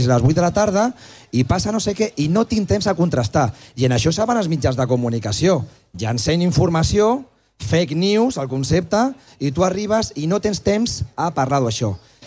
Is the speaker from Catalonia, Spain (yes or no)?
yes; Terrassa, Catalonia, Spain; Jo soc del Vallès de Terrassa, no?